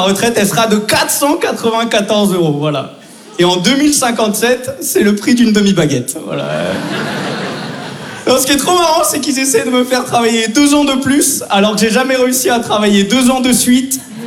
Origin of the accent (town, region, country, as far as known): Brussels, Belgium; accent: Brussels